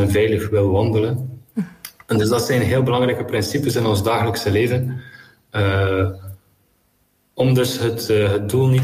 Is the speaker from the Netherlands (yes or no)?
no; Belgium; ik ben echt enorm beginnen houden van mijn land.